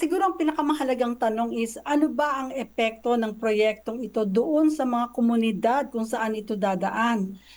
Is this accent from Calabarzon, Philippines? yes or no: no; Manila, Metro Manila, Philippines; taga Maynila, ako talaga lolo ko sa Maynila, lolo yung dalawang lolo ko sa Maynila pinanganak. Magulang ko sa Maynila lumaki. Ako din talagang taga Maynila ako. So syempre mahal na mahal ko itong lungsod na to.